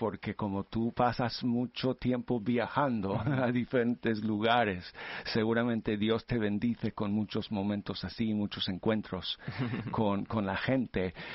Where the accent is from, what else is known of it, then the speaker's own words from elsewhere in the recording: Colorado, United States; Los de Alabama o los de California o los de mi tierra, Colorado.